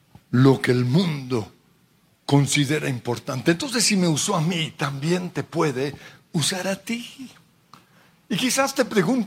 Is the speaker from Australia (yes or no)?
yes; Australia; Porque yo nací en un pueblito en Australia que ni siquiera yo conozco. Yo fui levantado en medio de niños aborígenes